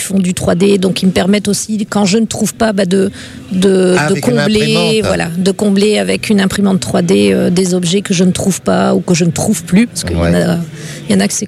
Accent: Hauts-de-France, France; moved away; also born or lived in Lille; je suis une ch'ti d'origine

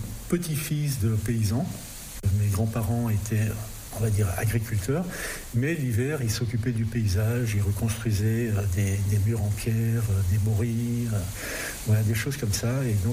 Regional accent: Lyon, Auvergne-Rhône-Alpes, France; also born or lived in Brussels / Berlin / Amsterdam; now in Pont-Saint-Esprit, France; je viens de Bruxelles. Tout en étant français, je suis lyonnais et fier de l'être. Et aujourd'hui, je me présente de plus en plus comme un bon artiste spiripontin. Étant donné que maintenant je travaille l'essentiel de mon temps à Pont-Saint-Esprit.

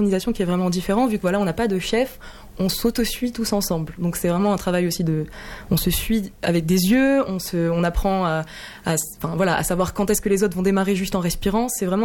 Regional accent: Pau, Nouvelle-Aquitaine, France; moved away as an adult; Ma maman est originaire de Trimbareil et j'ai grandi à Pau, donc j'ai fait le conservatoire. Et puis, quand je suis partie pour faire une prépa, je suis arrivée à Boulogne-Billancourt.

